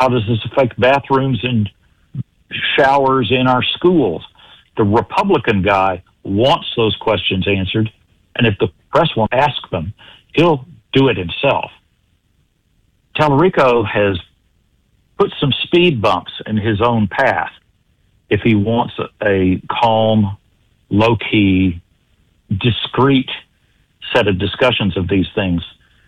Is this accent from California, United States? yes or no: no; Texas, United States; that was exactly my background growing up in Texas.